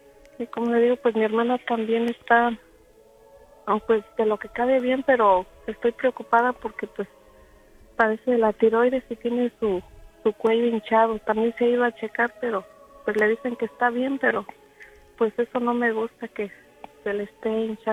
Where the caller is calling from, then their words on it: Fairfield, California, United States; Estoy llamando desde Fairfield, California.